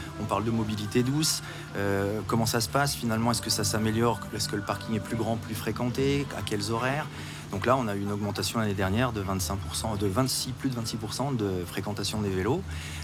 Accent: Charleville-Mézières, Grand Est, France; je suis né à Charleville, originaire de la vallée de la Meuse.

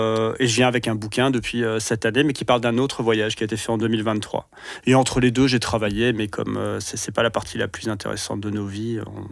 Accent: France; now in Belgium

